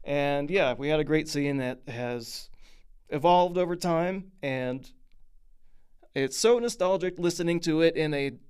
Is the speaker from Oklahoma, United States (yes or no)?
yes; Tulsa, Oklahoma, United States; from Tulsa, Oklahoma, my hometown.